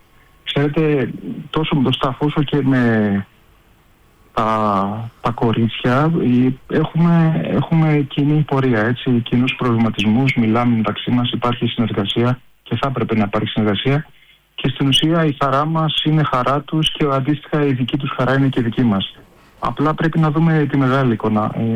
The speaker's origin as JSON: {"language": "Greek", "country": "Greece", "said": "Είμαστε Έλληνες που παίζουμε μακριά από την πατρίδα μας"}